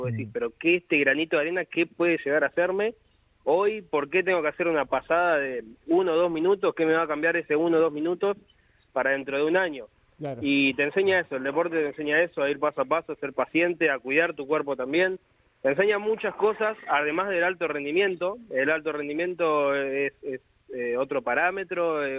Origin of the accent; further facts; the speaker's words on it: Partido de la Costa, Buenos Aires Province, Argentina; mostrando, mirá, de dónde uno viene y mostrar dónde es el partido de la costa y nada, de dónde uno sale y explicar que yo vengo de donde vengo y vengo de la playa